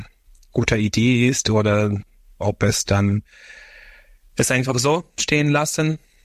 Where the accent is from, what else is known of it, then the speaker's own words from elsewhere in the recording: Odesa, Odesa Oblast, Ukraine; aber auch in Odessa, meiner Heimatstadt, wurde auch mehrmals geschossen, dass auch mein Haus in Odessa, also unser Haus, durch einen Raketenangriff auch beschädigt wurde.